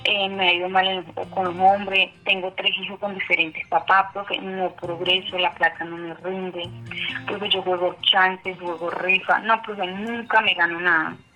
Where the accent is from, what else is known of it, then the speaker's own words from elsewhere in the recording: Venezuela; now in La Vega, Colombia; Yo soy venezolana, vivo acá desde antes de la pandemia.